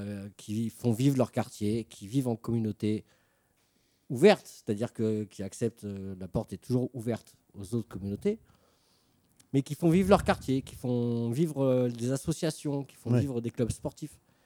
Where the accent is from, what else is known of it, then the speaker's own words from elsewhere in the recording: Bourges, Centre-Val de Loire, France; moved away; also born or lived in Arles; Alors, moi, j'ai grandi à Bourges.